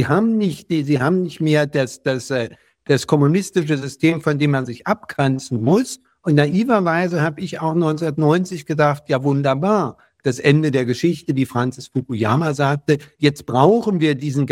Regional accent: Berlin, Germany; born there; Ich bin in West-Berlin geboren, so, und man konnte nach Ost-Berlin rüberschauen.

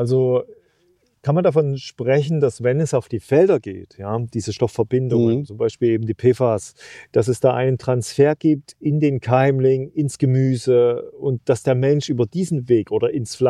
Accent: Thuringia, Germany; wir kommen ja aus Thüringen

